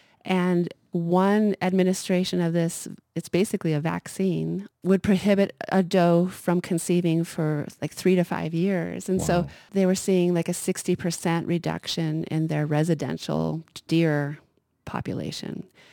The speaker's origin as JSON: {"language": "English", "town": "Missoula", "region": "Montana", "country": "United States", "tie": "born or raised there", "moved": "yes", "said": "I grew up in Missoula and we, once in a while, you'd see a deer in town."}